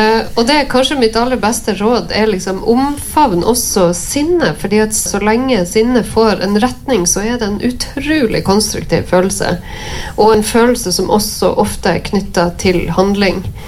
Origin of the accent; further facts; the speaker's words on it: Palestine; hvor de er fra, og hun forteller at vi er fra Palestina.